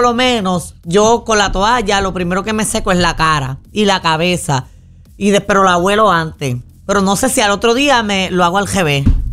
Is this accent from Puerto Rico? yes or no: yes; Salinas, Puerto Rico; also born or lived in Guayama; soy de Salinas porque me crié en Salinas.